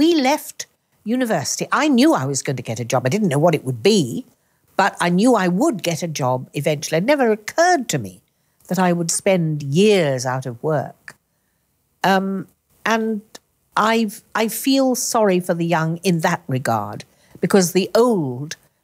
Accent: Oxford, South East England, United Kingdom; born there; accent: posh; I'm English. I was born in Oxford.

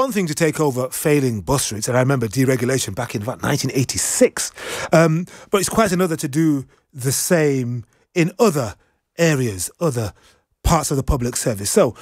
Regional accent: Manchester, North West England, United Kingdom; I'm from Manchester

